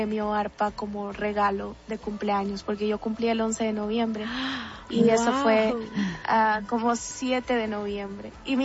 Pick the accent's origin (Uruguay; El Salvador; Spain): El Salvador; Así es, soy salvadoreña y tengo 19 años